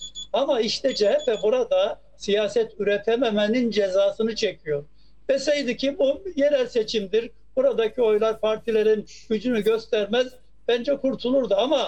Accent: Tokat, Turkey; benim şehrim olan Tokat

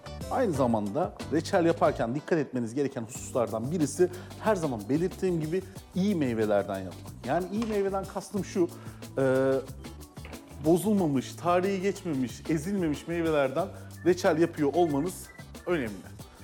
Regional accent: Adana, Turkey; Ben Adanalıyım biliyorsunuz. Babam çocukluğunu karpuz bahçelerinde, karpuz tarlalarında geçirmiş.

